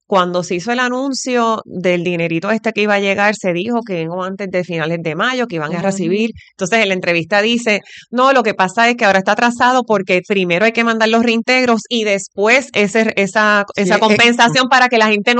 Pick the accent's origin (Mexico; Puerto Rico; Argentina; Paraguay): Puerto Rico; Morovis; el privilegio de ser moroveña.